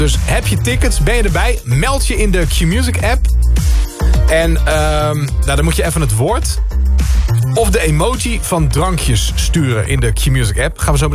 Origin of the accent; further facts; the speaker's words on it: The Hague, South Holland, Netherlands; born there; Maar eerst een ode aan mijn geboortestad. Ik heb hier